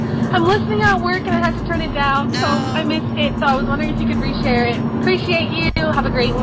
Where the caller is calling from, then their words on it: Concord, California, United States; I'm calling from Concord